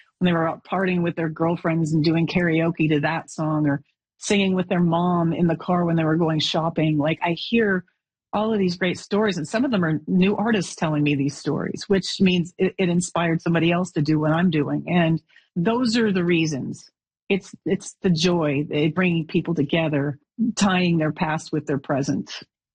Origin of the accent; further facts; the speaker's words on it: Alberta, Canada; So it blends growing up in Alberta, driving on black ice.